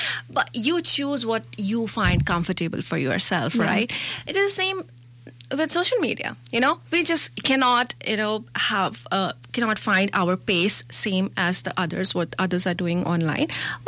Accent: India; I'm Indian. I grew up in a typical Indian household with so much competition, so much strictness around education and reading every day.

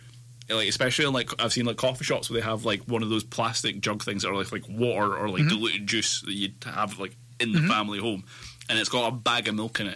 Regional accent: Canada; I was expecting to be like, oh, we said we're from Canada, and say, what state is that next to?

